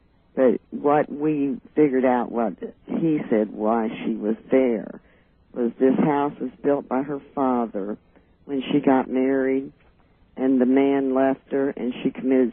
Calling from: Kansas City, United States; I'm from Kansas City.

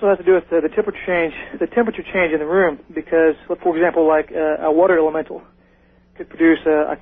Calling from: Indiana, United States; I'm calling from Southern Indiana.

